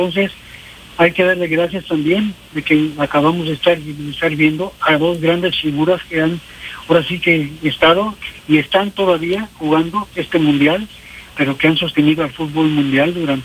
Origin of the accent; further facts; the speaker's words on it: Mexico; todos y cada uno de los que somos mexicanos